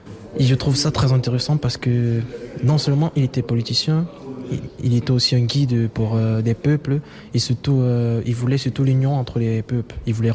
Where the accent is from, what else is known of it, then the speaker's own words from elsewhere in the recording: Cameroon; now in Metz, France; Je viens du Cameroun, mais actuellement je réside à Metz.